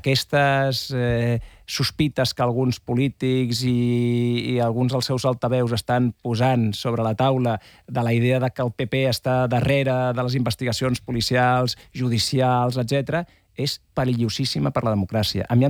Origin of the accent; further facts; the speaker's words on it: Catalonia, Spain; com a espanyol, és normal que jo pensi, com a espanyol i com a català